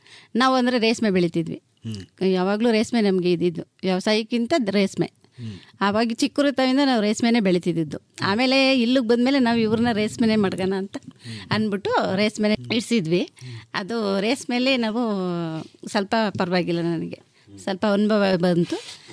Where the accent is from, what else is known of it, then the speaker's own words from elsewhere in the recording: Bandrahalli, Karnataka, India; ನಮ್ಮ ಹುಟ್ಟೂರು ಬಂಡ್ರಳ್ಳಿ, ಹುಲಿದುರ್ಗದ ಹತ್ರ ಬಂಡ್ರಳ್ಳಿ.